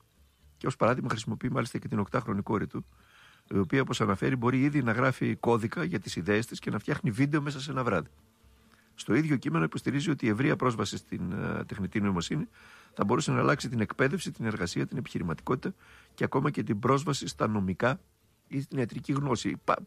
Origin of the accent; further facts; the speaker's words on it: Thessaloniki, Central Macedonia, Greece; Να ορίστε, τώρα θα σε βολέψει, Δάφνη … αμέσως, αφού είμαι Θεσσαλονικιός.